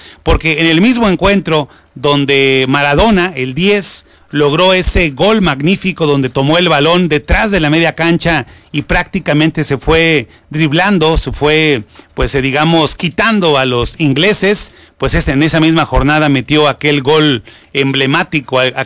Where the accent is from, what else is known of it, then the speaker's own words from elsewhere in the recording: Mexico; finalmente somos mexicanos